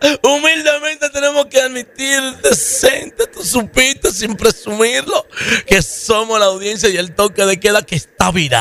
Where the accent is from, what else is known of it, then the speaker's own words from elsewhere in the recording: Dominican Republic; now in United States; la gran mayoría somos empresarios dominicanos